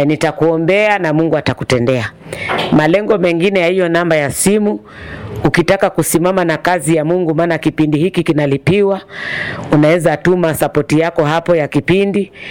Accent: Katoloni, Machakos County, Kenya; natoka Machakos County, mahali kunaitwa Katoloni na stage inaitwa 240.

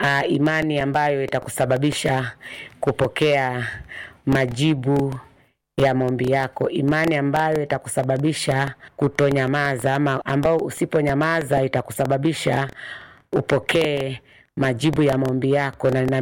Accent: Katoloni, Machakos County, Kenya; Nasema nimeokoka, natoka Machakos County, mahali kunaitwa Katoloni.

